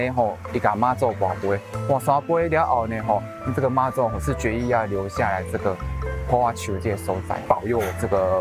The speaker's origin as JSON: {"language": "Chinese", "town": "Puzi", "region": "Chiayi County", "country": "Taiwan", "tie": "born or raised there", "said": "今天来到我的故乡，就是我的嘉义县的埔主。"}